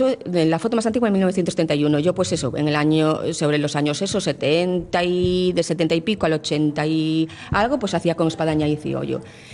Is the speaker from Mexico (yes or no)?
no; Castropol, Asturias, Spain; en 1980, a ver, yo soy de Castropol, empiezo